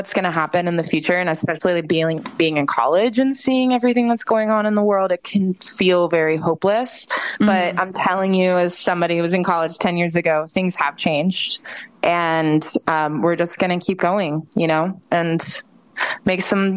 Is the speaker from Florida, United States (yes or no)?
yes; Florida, United States; You know, like where I grew up in Florida, I didn't really know another gay person